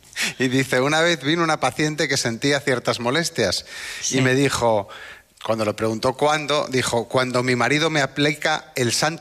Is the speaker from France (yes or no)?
no; A Coruña, Galicia, Spain; Como soy de Coruña